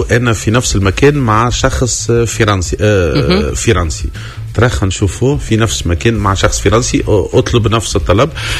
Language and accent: Arabic; Tunisia; 400 مطعم سياحي فقط عندنا في تونس